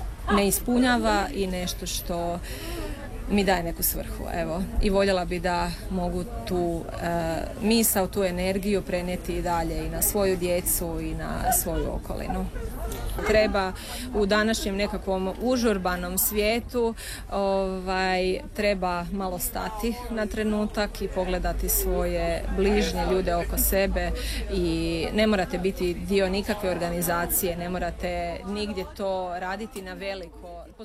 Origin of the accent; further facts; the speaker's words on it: Slavonia, Croatia; Iz Slavonije sam, moja obitelj je prošla rat, izbjeglištvo i nekako me uvijek vukla ta priča i ta tema.